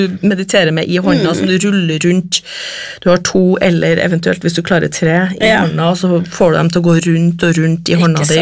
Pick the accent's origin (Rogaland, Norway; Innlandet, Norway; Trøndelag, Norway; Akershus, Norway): Trøndelag, Norway; Trondheim; Vi er jo så heldige her i Norge, vi har jo, jeg mener, når jeg vokste opp i Trondheim, så var det Kina-restauranten, og så var det pepperspizza.